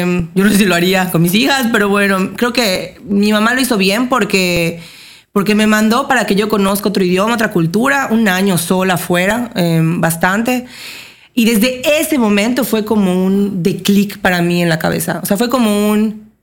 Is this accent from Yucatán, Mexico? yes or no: yes; Yucatán, Mexico; moved away as an adult; now in Europe; un espejo de lo que somos nosotros los mexicanos y los yucatecos.